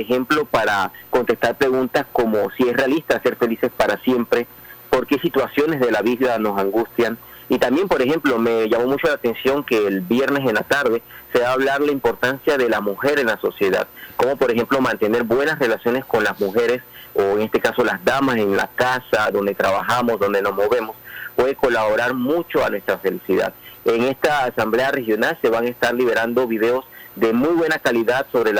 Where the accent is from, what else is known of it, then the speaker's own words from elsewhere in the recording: Panama; lo que somos como panameños.